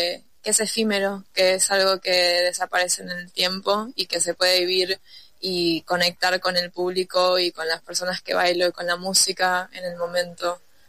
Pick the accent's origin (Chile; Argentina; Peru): Argentina; now in Lisbon, Portugal; poder volver a mi país natal trayendo un poco de lo que fui desarrollando todos estos años afuera